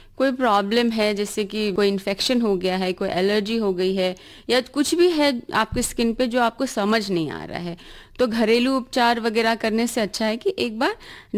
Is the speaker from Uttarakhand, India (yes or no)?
no; Mumbai, Maharashtra, India; moved away as an adult; also born or lived in Ranchi / Varanasi / Delhi; now in Kanpur, India; मैं बॉम्बे से हूँ